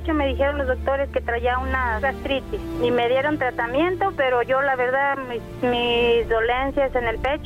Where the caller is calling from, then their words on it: Cuquío, Jalisco, Mexico; De acá, de este lado de Cuquío.